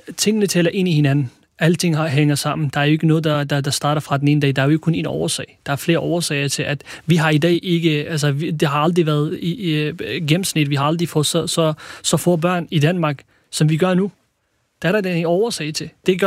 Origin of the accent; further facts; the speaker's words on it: Iraq; now in Denmark; Jeg er kurder fra Irak oprindeligt.